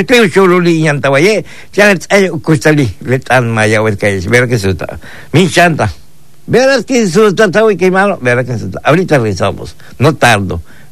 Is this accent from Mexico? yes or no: yes; Yucatán Peninsula, Mexico; nosotros somos de aquí de la península de Yucatán, somos mayeros 100%